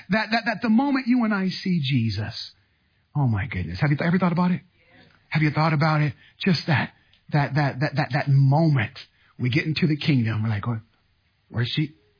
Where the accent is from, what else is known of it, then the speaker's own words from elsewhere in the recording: San Diego, California, United States; And we came from Encanto in San Diego.